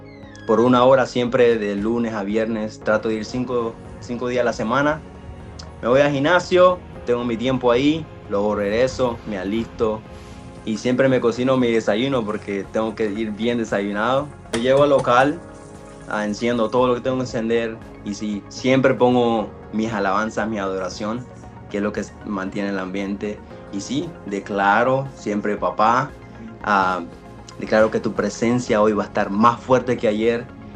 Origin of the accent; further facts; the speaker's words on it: Honduras; Yo soy de Honduras. Yo siempre viajaba a Estados Unidos